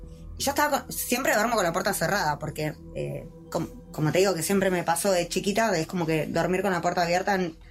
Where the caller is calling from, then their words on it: San Fernando, Buenos Aires Province, Argentina; De San Fernando.